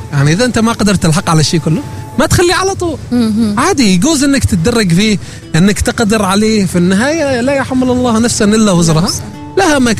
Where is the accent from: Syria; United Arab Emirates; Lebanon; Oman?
Oman; Salalah, Dhofar; هذا مثل هذا مثل عندنا في صلالة يقول لك والكلام ليش يا جارة